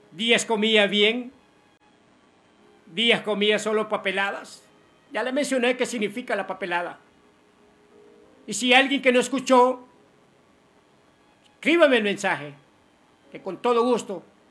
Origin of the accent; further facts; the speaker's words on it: San Francisco Gotera, Morazán, El Salvador; Los semiteros somos de Gotera, departamento de Morazán. De ahí somos nosotros los semiteros